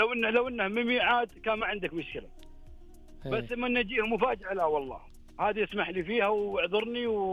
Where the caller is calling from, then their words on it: Khobar, Eastern Province, Saudi Arabia; من الخبر. وانا خبر.